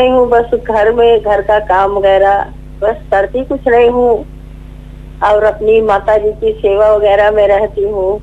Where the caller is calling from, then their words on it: Ayodhya, Uttar Pradesh, India; हम अयोध्या से ही बोल रहे हैं।